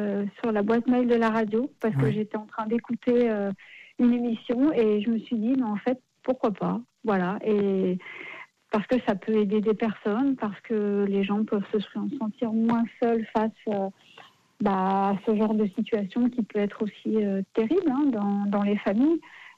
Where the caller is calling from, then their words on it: Normandy, France; De Normandie, à côté de Deauville.